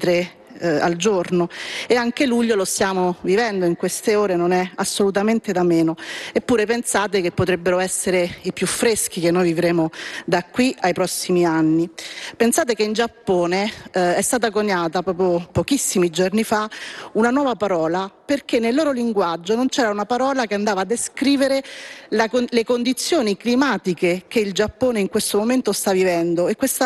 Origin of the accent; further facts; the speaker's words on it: Lazio, Italy; anche la mia terra, la Ciociaria